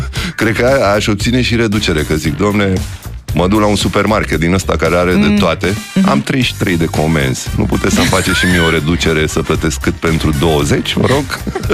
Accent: Botoșani, Botoșani County, Romania; din Botoșani

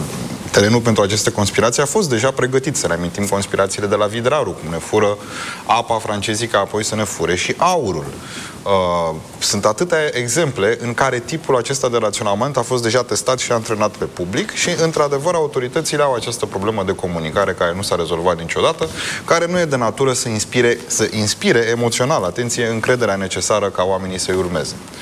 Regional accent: Romania; pe care o avem ca români

